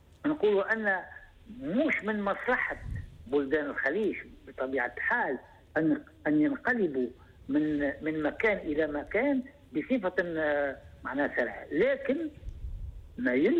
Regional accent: Tunisia; الشيء اللي يحزنني كتونسي كعربي كمسلم

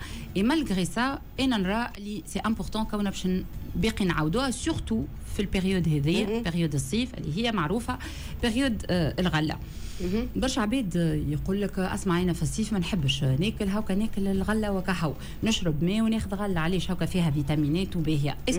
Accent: Tunisia

